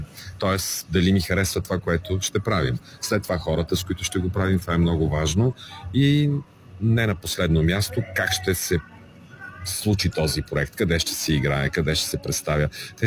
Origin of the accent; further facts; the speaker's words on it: Botevgrad, Sofia Province, Bulgaria; Решихме да я направим в моя роден град, защото аз съм роден в Ботевград.